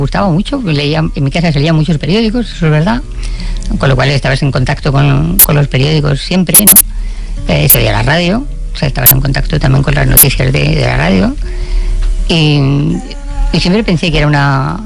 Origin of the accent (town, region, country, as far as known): Madrid, Community of Madrid, Spain; born there